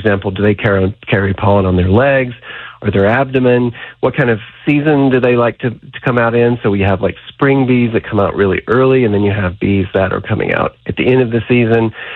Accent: the South, United States; now in Montana, United States; I grew up in the South, so anytime I can speak to folks back in my home region is a pleasure.

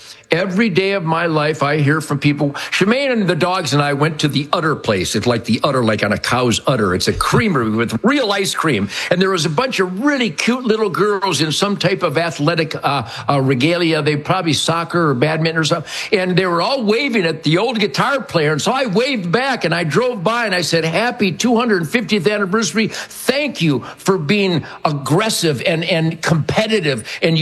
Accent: Detroit, Michigan, United States; born there; all those black artists, Motown, I was born in Motown.

